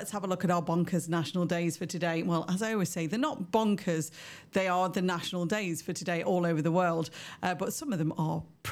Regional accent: United Kingdom; I know I'm British

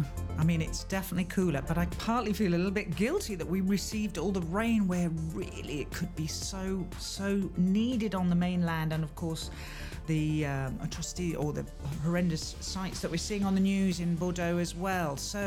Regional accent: United Kingdom; moved away as an adult; now in Palma, Spain; Around my hometown, around just outskirts of London

